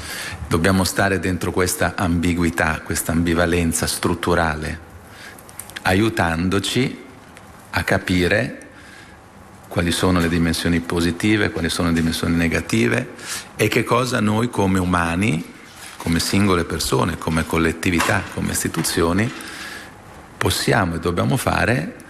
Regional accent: Milan, Lombardy, Italy; io sono di Milano

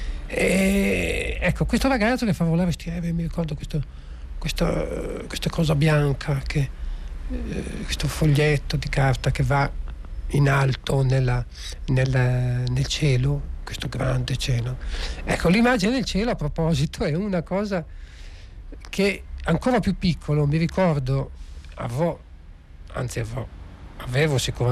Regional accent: Genoa, Liguria, Italy; born there; Scusami, io sono nato a Genova, ma da padre di Cagliari.

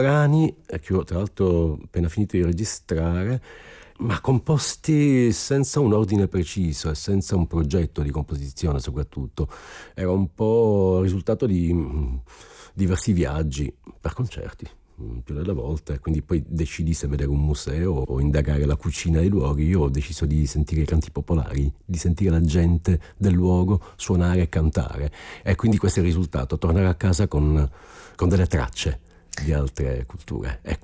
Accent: Sicily, Italy; born there; Poi io sono siciliano, li ho respirati fin da bambino i canti popolari di qualsiasi estrazione

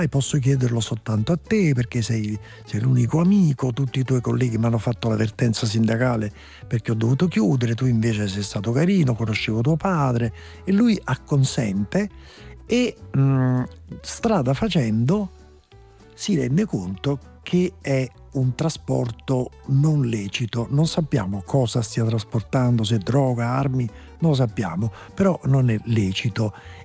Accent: Naples, Campania, Italy; born there; now in Pozzuoli, Italy; io sono flegreo, perché sono nato a Bagnoli, attualmente da circa 20 anni vivo a Pozzuoli, dove viviamo il bradisismo, le scosse di terremoto

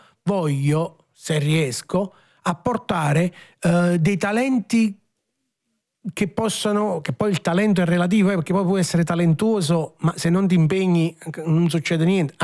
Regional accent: San Giorgio a Cremano, Campania, Italy; born there; io sono nato a San Giorgio a Cremano, dunque io Troisi l'ho respirato, l'ho vissuto, l'ho sentito del territorio, mia mamma di San Giorgio

